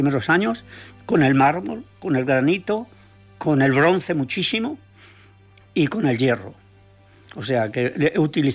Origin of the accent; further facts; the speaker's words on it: Madrid, Community of Madrid, Spain; No, yo cuando venía aquí era madrileño.